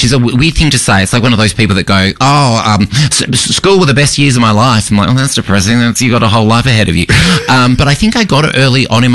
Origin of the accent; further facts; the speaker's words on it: Perth, Western Australia, Australia; Because I grew up in Perth in the same in Julie Bishop's electorate